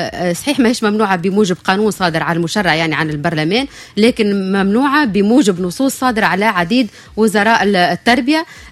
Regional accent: Tunisia; لكن انا كمشرع تونسي، انا كعضو مجلس نواب الشعب

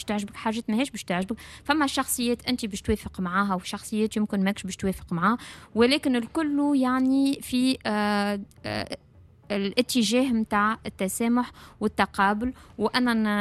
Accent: Tunisia

